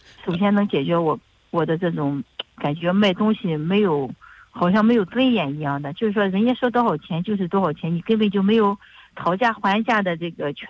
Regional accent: Mengyin, Shandong, China; 作为一个蒙阴人，作为一个土生土长的这个品牌，

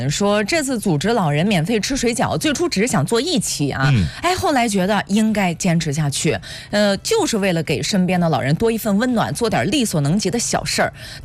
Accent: Shandong, China

